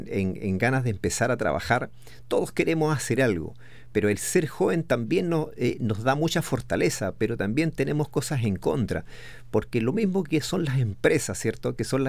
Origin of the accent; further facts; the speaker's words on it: Linares, Maule, Chile; Nosotros somos de Linares, de una ciudad linda, preciosa, ¿ya? Y que cada vez está quedando mejor.